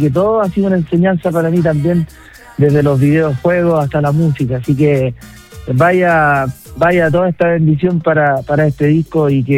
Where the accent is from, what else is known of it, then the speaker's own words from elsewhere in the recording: Limache, Valparaíso, Chile; Limache, mi tierra, que me vio crecer también.